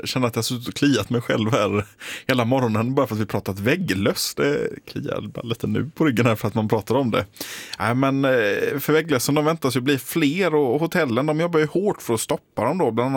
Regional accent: Gothenburg, Västra Götaland County, Sweden; min skola hemma i Göteborg.

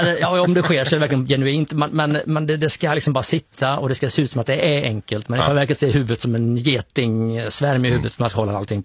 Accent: Västra Götaland County, Sweden; som man gör hemma vid, runt kring Sjuhäradsbygden. Det är den här dialekten som vi har hemma i vår by där jag kommer ifrån.

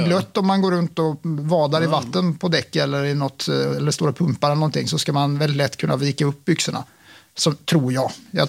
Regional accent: Mönsterås, Kalmar County, Sweden; Jag är uppvuxen i Mönsterås, liten ort norr om Kalmar.

